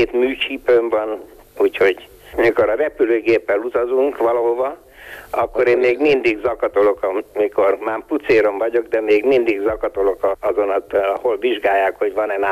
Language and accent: Hungarian; Berettyóújfalu, Hajdú-Bihar, Hungary; accent: Berettyóújfalu / Cegléd speech; moved away as an adult; also born or lived in Cegléd; now in Frankfurt, Germany; a kiejtésemen bizony érzik a Berettyóújfalvi szólás, vagy a szeglédi.